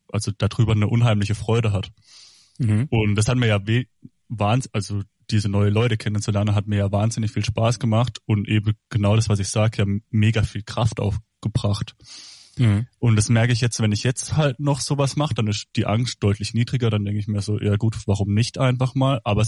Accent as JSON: {"language": "German", "region": "Baden-Württemberg", "country": "Germany", "accent": "Badisch", "said": "Also ich komme aus dieser Hoberg-Bubble, was man an meinem Dialekt wahrscheinlich hört"}